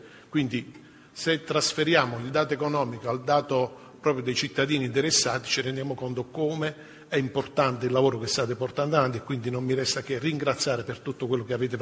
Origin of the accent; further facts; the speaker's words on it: Basilicata, Italy; io vengo dalla Basilicata